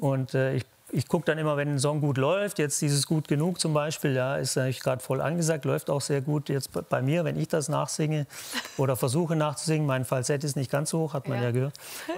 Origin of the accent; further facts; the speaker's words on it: Baden-Württemberg, Germany; Nee, da bin ich Schwabe.